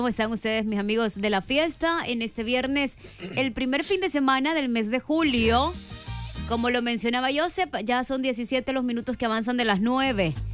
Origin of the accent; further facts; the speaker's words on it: Puerto Rico; Es que como que soy puertorriqueña, he venido hablando, sí.